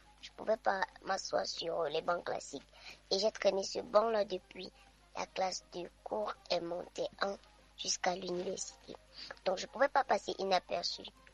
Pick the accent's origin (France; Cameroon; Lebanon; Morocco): Cameroon; Bangwa, West; born there; est né à la maternité de Bangwa, dans l'arrondissement de Baganté et la région de l'Ouest.